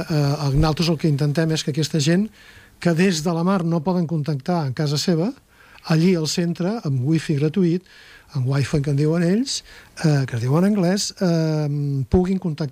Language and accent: Catalan; Catalonia, Spain; born or raised there